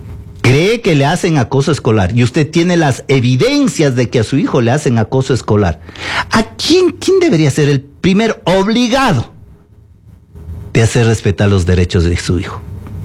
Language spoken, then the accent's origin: Spanish; Ecuador